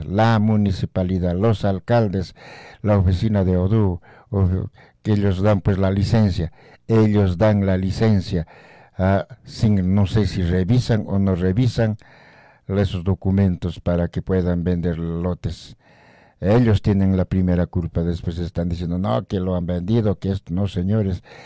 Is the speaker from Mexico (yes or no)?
no; Coracora, Ayacucho, Peru